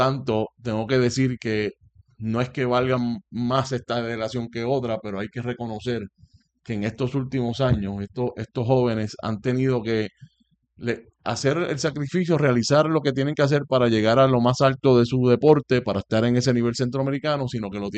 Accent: Vega Baja, Puerto Rico; Esmeralda Borner de Vega Baja, de mi pueblo.

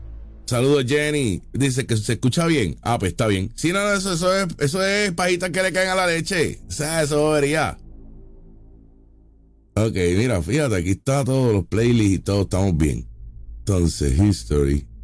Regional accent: Puerto Rico; Nosotros somos puertorriqueños americanos, a mucho orgullo.

